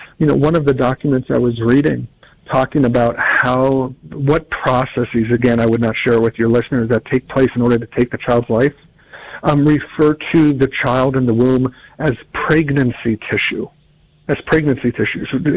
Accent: Virginia, United States; in my home state of Virginia

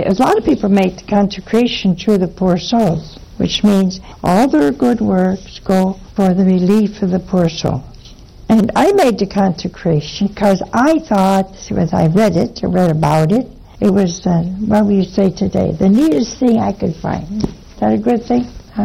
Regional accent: Ohio, United States; well, my home state.

